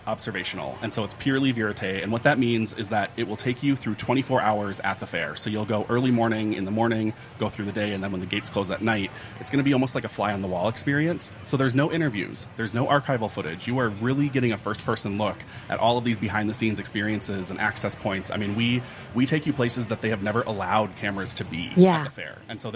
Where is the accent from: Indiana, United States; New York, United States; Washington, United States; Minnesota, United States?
Minnesota, United States; and especially with the context of being Minnesotan